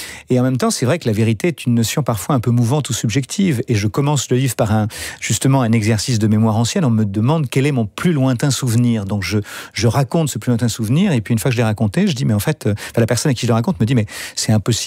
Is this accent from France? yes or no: yes; France; J'ai 11 ans quand … meurt. Et tout d'un coup, tout s'est arrêté chez nous en France.